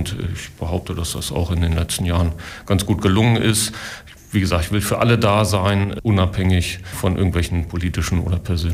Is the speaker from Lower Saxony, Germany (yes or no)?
yes; Salzhemmendorf, Lower Saxony, Germany; Die Gemeinde Salzhemmendorf ist ja meine Heimat. Hier bin ich geboren, hier lebe ich.